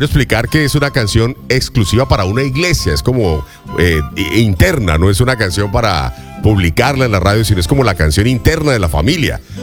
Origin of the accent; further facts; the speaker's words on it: Ibagué, Tolima, Colombia; moved away; Yo soy de la capital del Tolima, Ibagué.